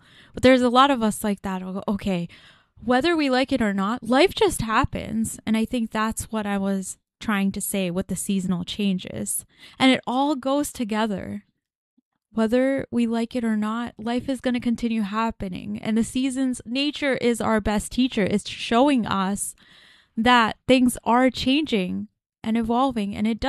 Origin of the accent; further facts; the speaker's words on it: Massachusetts, United States; I'm from Massachusetts.